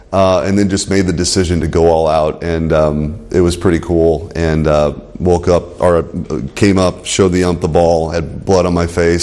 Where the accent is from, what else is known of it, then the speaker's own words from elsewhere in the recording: St. Louis, Missouri, United States; I grew up in St. Louis, which is a very Catholic town, and has been referred to as the Rome of the West